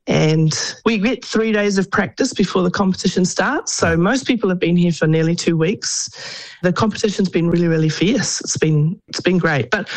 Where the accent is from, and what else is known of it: New Zealand